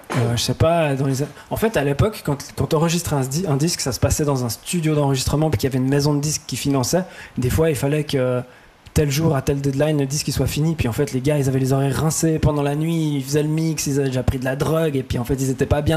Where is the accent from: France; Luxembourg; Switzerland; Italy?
Switzerland; Fribourg; comme je viens de Fribourg